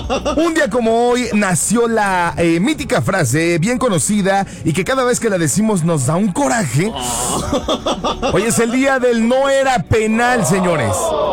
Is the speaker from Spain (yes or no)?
no; Mexico